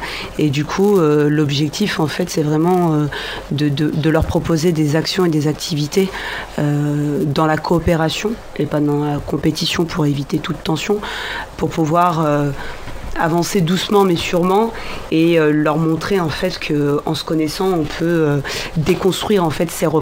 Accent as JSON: {"language": "French", "town": "Beaumont-sur-Oise", "region": "Île-de-France", "country": "France", "tie": "born or raised there", "said": "je suis originaire de Beaumont."}